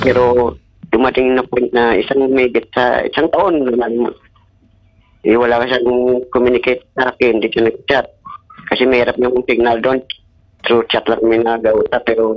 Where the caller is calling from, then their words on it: Bacolod, Western Visayas, Philippines; taga Bacolod.